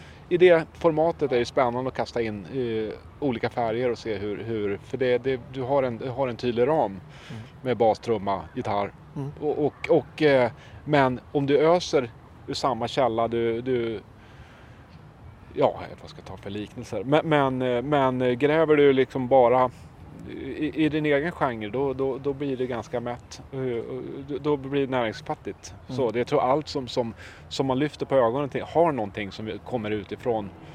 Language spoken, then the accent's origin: Swedish; Dalarna County, Sweden; jag är uppvuxen i Dalarna, men mina släktingar är ju, mina gener är ju utmejslade i Västergötland och Östergötland.